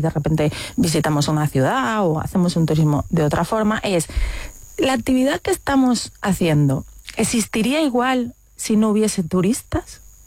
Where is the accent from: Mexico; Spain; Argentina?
Spain; Galicia; siendo nosotras gallegas